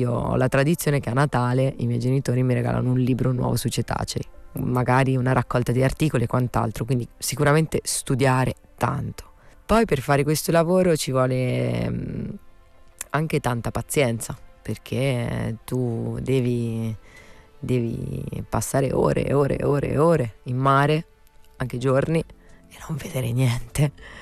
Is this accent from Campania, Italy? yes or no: no; Santa Teresa Gallura, Sardinia, Italy; born there; also born or lived in Sassari / Cagliari / Alghero; Sono cresciuta nel mare più bello dell'universo mondo, inutile negarlo, a Santa Teresa di Gallura. Sono nata a Sassari, quindi ho vissuto un po' il mare del Nord Sardegna, Alghero, ho vissuto anche a Cagliari, alle elementari